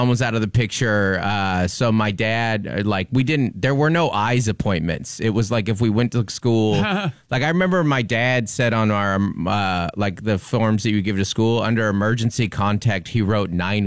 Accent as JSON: {"language": "English", "town": "Seattle", "region": "Washington", "country": "United States", "tie": "born or raised there"}